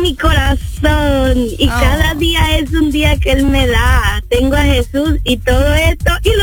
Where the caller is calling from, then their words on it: Doral, Florida, United States; Miami, Florida.